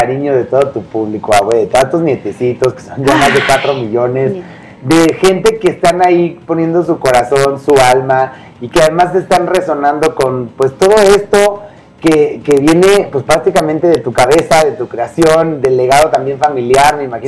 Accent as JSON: {"language": "Spanish", "country": "Mexico", "said": "somos mexicanos"}